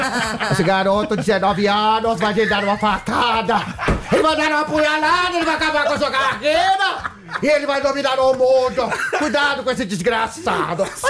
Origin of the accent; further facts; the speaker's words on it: Guarani, Minas Gerais, Brazil; E eu doei tudo pra Guarani, minha cidade natal. Bonitinho. Tem 9 mil habitantes